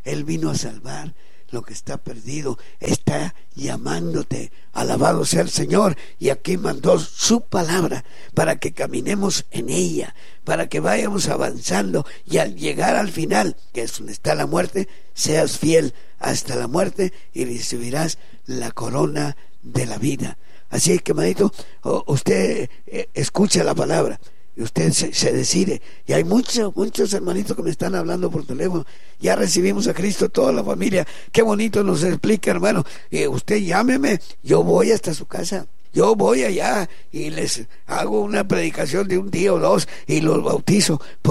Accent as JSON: {"language": "Spanish", "town": "General Terán", "region": "Nuevo León", "country": "Mexico", "tie": "born or raised there", "moved": "yes", "said": "hubo carrera de caballos en mi pueblo, porque ahí tienen puros corridos de puros matones y todo, General Terán"}